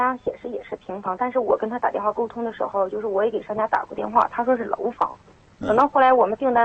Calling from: Inner Mongolia, China; 我是内蒙古。

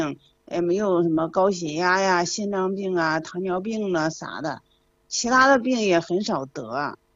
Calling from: Henan, China; 今年快70了，我家是河南的

